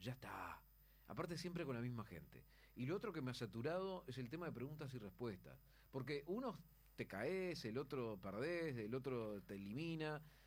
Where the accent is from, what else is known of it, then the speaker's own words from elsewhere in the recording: Uruguay; Yo creo que soy el uruguayo que ve menos televisión